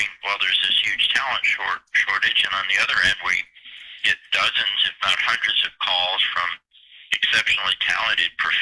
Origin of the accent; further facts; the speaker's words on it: Massachusetts, United States; the consulting job market in my home state of Massachusetts